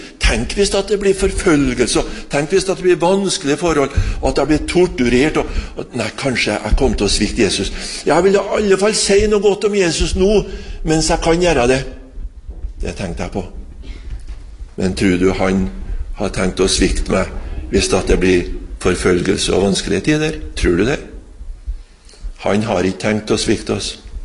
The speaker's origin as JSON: {"language": "Norwegian", "town": "Trondheim", "region": "Trøndelag", "country": "Norway", "tie": "born there", "said": "Jeg var 15 år, og så da var ikke jeg hjemme i Trondheim, men jeg var på Sunnmøre, på hjemplassen til far min."}